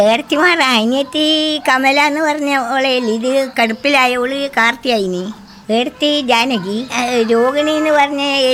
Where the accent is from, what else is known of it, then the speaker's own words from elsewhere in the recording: Mundorappoyil, Kerala, India; moved away as an adult; എന്റെ വീട് അങ്ങ് മുണ്ടോറപ്പൊയിലെന്ന് പറയും.